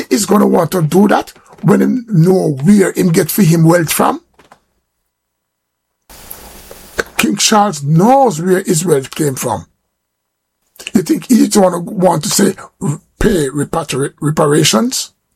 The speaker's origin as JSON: {"language": "English", "country": "Jamaica", "tie": "born there", "said": "How comes when we were born, Jamaica was being ruled by British?"}